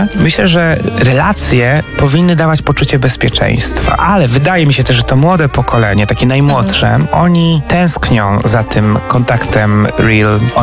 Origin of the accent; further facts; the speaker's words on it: Jasło, Subcarpathian Voivodeship, Poland; moved away; ja na przykład pochodzę z bardzo małego miasta